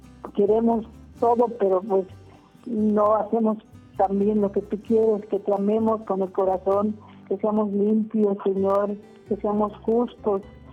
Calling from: Jungapeo, Michoacán, Mexico; De Jundiapeo, Michoacán.

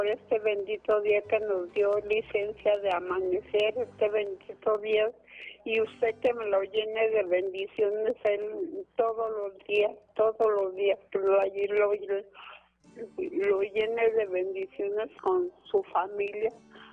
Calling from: Mexico; De aquí de México

